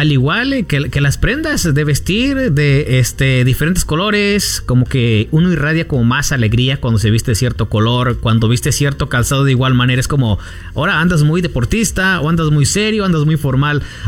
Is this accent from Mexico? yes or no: yes; Guanajuato, Mexico; moved away; en la región que somos de Guanajuato